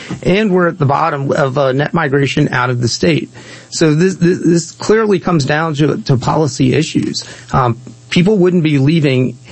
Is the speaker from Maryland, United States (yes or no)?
yes; North Baltimore County, Maryland, United States; I'm born and raised in Baltimore County, North Baltimore County. I met my wife in North Baltimore County. We were married there, and now we're restoring a farmhouse built in 1844.